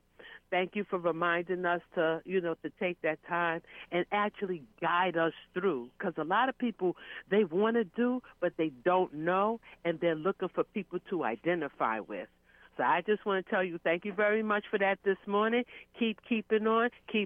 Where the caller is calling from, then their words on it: South Carolina, United States; from South Kakalaki.